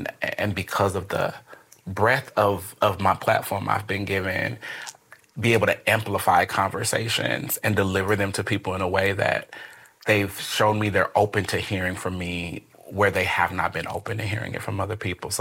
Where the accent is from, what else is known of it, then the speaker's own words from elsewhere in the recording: Omaha, Nebraska, United States; But I am a proud native Nebraskan, born and raised in Omaha, Nebraska, North Omaha, Nebraska, the birthplace of Malcolm X.